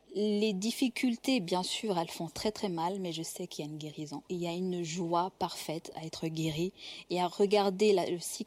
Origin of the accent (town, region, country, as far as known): Cyangugu, Western Province, Rwanda; born there